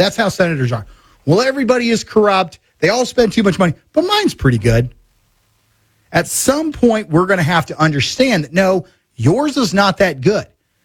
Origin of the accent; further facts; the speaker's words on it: Missouri, United States; I'm from Missouri. We've had our own situation.